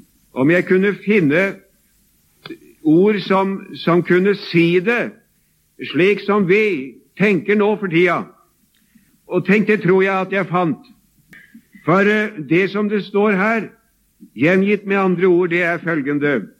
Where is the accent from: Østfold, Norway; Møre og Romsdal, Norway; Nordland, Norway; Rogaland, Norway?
Østfold, Norway; Sarpsborg; hjemme fra min hjemby i Sarpsborg